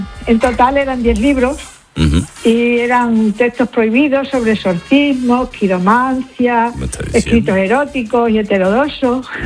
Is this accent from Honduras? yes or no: no; Barcarrota, Extremadura, Spain; estoy en una casa de mi pueblo, que es Barcarrota, en la provincia de Badajoz